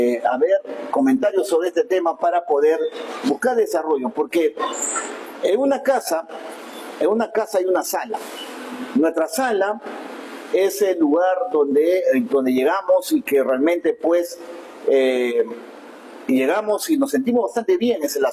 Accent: Pichanaki, Junín, Peru; de dónde venimos como pichanaquinos, de dónde venimos como selva central

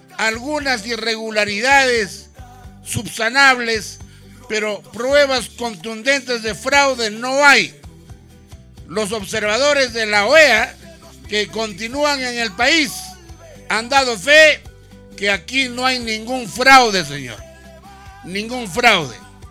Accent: Peru

